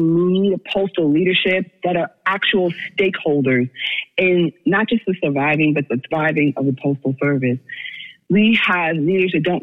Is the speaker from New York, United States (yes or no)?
yes; New York, United States; now in Virginia Beach, United States; I'm born and raised in New York, but I'm here in Virginia now.